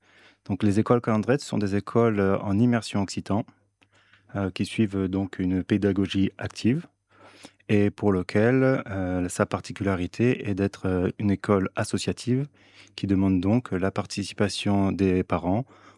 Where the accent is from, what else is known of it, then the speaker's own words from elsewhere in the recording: Réunion; first language French; now in Albi, France; Non, parce qu'en fait, moi, je viens de l'île de la Réunion. Donc, je suis plus sur les langues créoles. Et c'est vrai que, donc, depuis petit, c'est la langue française en priorité.